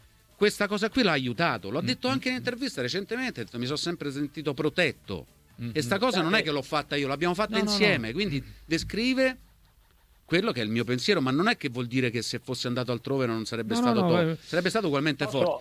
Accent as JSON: {"language": "Italian", "town": "Rome", "region": "Lazio", "country": "Italy", "said": "Ma gli faccio un affettuoso, visto che sono romano, capisco, cioè è un limite, ma è stata la sua forza."}